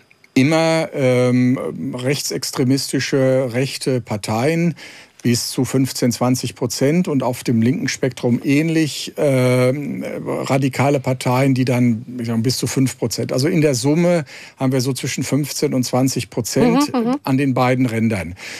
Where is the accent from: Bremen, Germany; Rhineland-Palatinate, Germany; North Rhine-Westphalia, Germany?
North Rhine-Westphalia, Germany; Ich meine, ich komme aus Nordrhein-Westfalen.